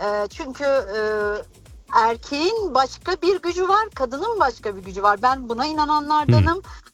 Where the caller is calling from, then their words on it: Frankfurt, Hesse, Germany; Frankfurt.